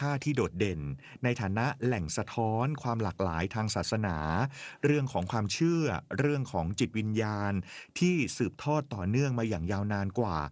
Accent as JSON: {"language": "Thai", "region": "Songkhla", "country": "Thailand", "tie": "born or raised there", "said": "มันอยู่ที่จังหวัดสงขลาบ้านเกิด"}